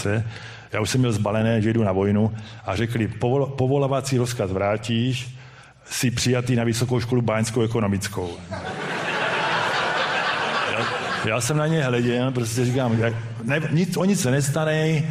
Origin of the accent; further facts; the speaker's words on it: Uherské Hradiště, Zlín Region, Czechia; Poněvadž, jak se říká, jak se všeobecně ví, pocházím z Uherského Hradiště